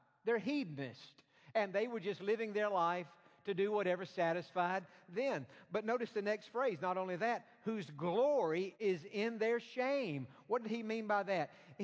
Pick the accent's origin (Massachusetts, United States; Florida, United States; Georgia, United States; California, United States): Georgia, United States; East Point; I was born in Georgia, Atlanta, Georgia. Actually, I was born in East Point, which East Point is to Atlanta what Bel Air is to Houston. It's just right there attached to it. But I'm from Georgia. All of my family is from Georgia.